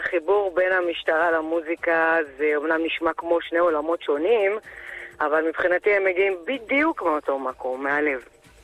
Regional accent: Rishon LeZion, Central District, Israel; קודם כל, אני מראשון לציון ומשרתת בירושלים.

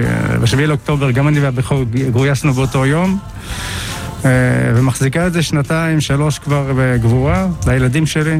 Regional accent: Gedera, Central District, Israel; born or raised there

